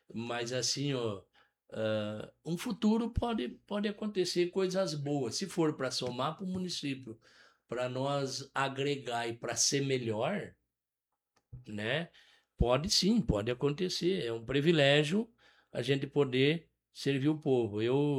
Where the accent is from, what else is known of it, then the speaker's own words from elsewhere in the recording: Brazil; filho do seu Ari, da dona Filhinha, né, que me criei na Morada do Sol. O município é pequeno.